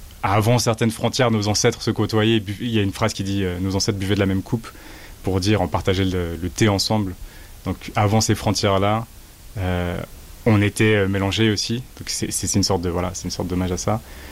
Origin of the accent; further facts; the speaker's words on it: Algeria; Bah, je suis algérien, du coup. J'ai souvent été en Algérie, mais aussi au Maroc.